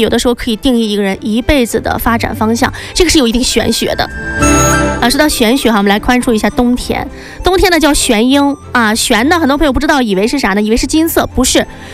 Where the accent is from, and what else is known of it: China